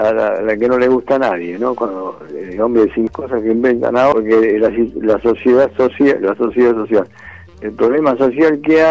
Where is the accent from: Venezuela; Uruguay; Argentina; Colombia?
Argentina; Buenos Aires; now in Recoleta, Buenos Aires, Argentina; yo soy oriundo de Flores